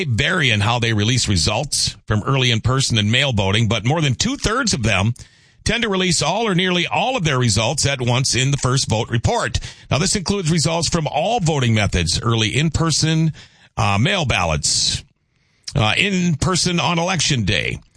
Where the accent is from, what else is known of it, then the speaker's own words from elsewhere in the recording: Thief River Falls, Minnesota, United States; I get a lot of that from Thief River. But still love calling that place my hometown. I just wish I could get there a little bit more.